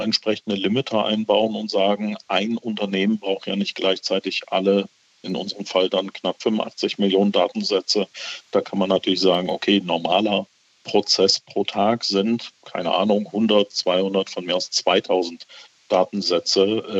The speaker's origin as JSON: {"language": "German", "country": "Germany", "said": "ich eben als Deutscher"}